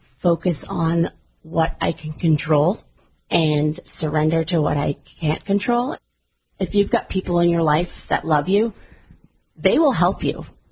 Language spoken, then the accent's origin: English; Duxbury, Massachusetts, United States; So I grew up in Duxbury, Mass.